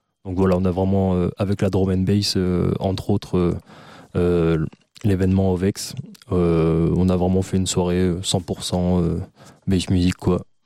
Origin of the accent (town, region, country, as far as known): Auvergne-Rhône-Alpes, France